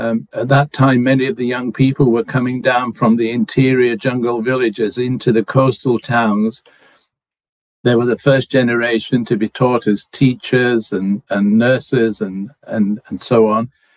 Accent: Barnsley, Yorkshire and the Humber, United Kingdom; Hudson Taylor, who came from my hometown

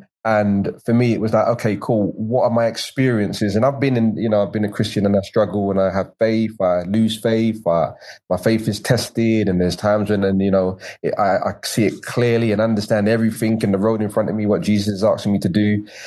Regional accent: United Kingdom; and also being British and being Black and British and what all those things meant

